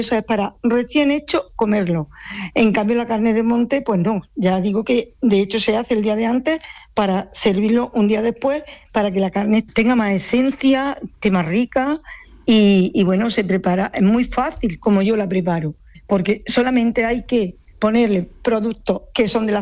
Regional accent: Andújar, Andalusia, Spain; Pues yo, aunque todavía soy joven, pero y aunque soy de Andújar

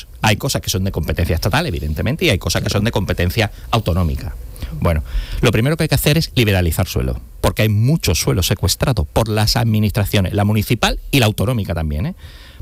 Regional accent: Cádiz, Andalusia, Spain; yo soy gaditano y a mí la parte de Jerez me dice que se está arrancando mucho viñedo

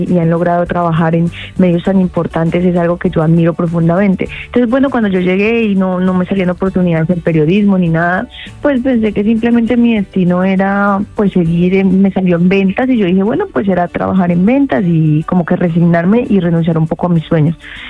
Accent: Bogotá, Bogotá Capital District, Colombia; moved away as an adult; also born or lived in Galicia, Spain; now in Madrid, Spain; en mi caso, mi familia es, mi mamá es de Santander y mi papá es de Boyacá, entonces por eso se le llama rolos.

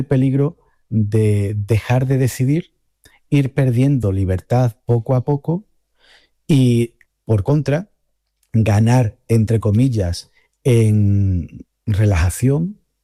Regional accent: Lepe, Andalusia, Spain; moved away; Mi padre tiene una imprenta en mi pueblo, en Lepe, y yo desde chico pues trasteaba con los ordenadores Apple que él iba soltando

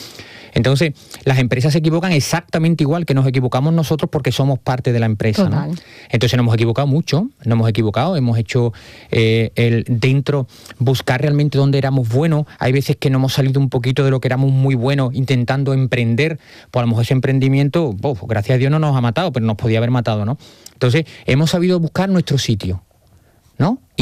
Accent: Huelva, Andalusia, Spain; yo he hecho un recorrido personal, profesional, que yo salí de Huelva siendo pedraza, uh-huh. y ahora estoy volviendo a hacerlo.

